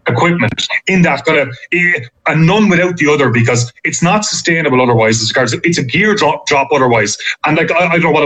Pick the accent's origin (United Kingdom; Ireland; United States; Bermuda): Ireland; Ballingarry, Munster; I'm from a place called Ballingarry in South Tipperary.